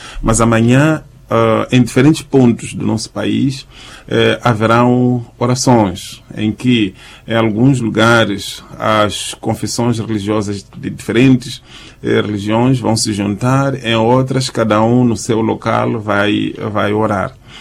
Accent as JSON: {"language": "Portuguese", "country": "Mozambique"}